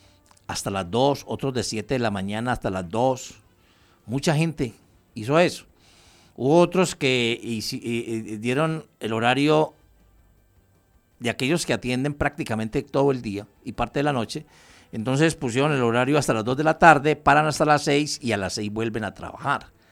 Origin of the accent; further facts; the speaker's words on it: Colombia; Estamos muy folclóricos los colombianos